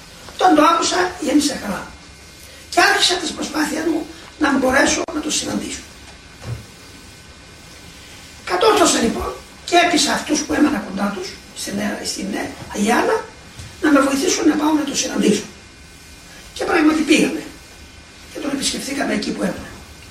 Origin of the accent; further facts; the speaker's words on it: Cyprus; moved away as an adult; now in Mount Athos, Greece; από την πατρίδα μου, πολύ μικρή ηλικία, όταν ήμουν 15 έτων